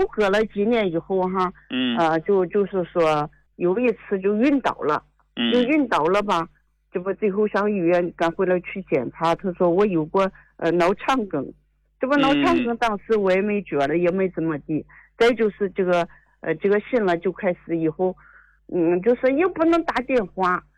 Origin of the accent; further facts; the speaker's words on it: Yantai, Shandong, China; 我是烟台的。